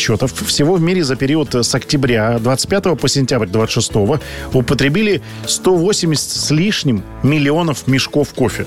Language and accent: Russian; Russian Far East, Russia; дикие люди с Дальнего Востока.